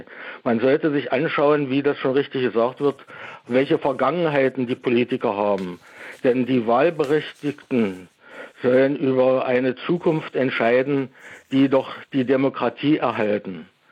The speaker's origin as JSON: {"language": "German", "region": "Saxony-Anhalt", "country": "Germany", "lives_now": "Dresden, Germany"}